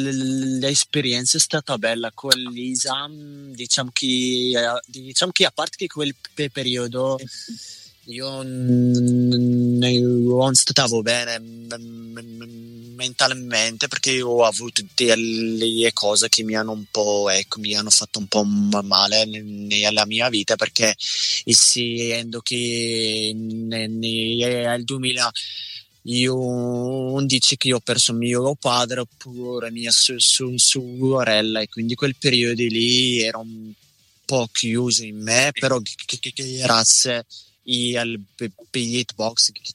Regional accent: Morocco; now in Italy; Marocco, io cerco sempre di portare qualcosa, cioè sia un 50% dell'Italia proprio, oppure un 50% del mio paese.

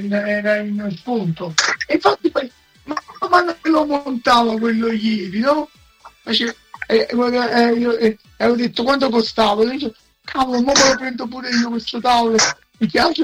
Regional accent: Portici, Campania, Italy; born there; un tavolo tondo che avevo quando ero piccolo, che abitavamo a Portici.

